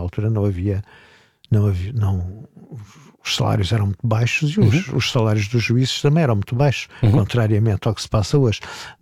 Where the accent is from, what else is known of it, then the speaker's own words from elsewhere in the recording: Redondo, Alentejo, Portugal; accent: Alentejo; Não, eu vinha do Redondo. E no Redondo eu falava como os redondenses, desta maneira.